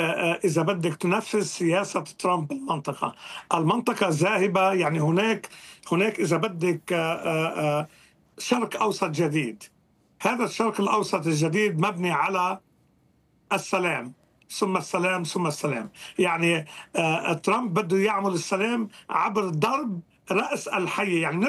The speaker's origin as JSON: {"language": "Arabic", "country": "Lebanon", "also_born_or_lived": "United States", "moved": "yes", "said": "أنا كأمريكي لبناني"}